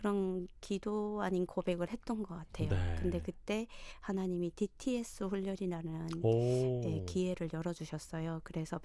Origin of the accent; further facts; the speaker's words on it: North Korea; born there; 북한에서 태어난 게